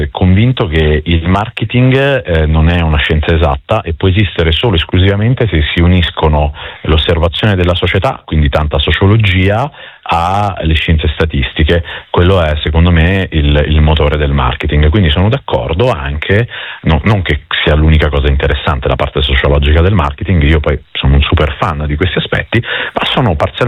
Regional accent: Rome, Lazio, Italy; Come sai, sono di origine campana, ma cresciuto nelle borgate romane

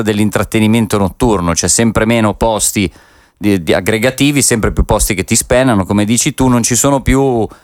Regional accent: Milan, Lombardy, Italy; anch'io sono di Milano da generazioni

